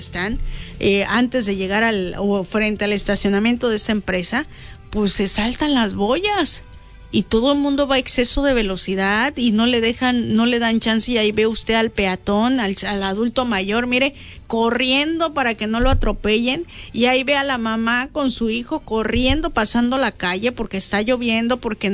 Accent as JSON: {"language": "Spanish", "country": "Mexico", "said": "como somos buenos mexicanos"}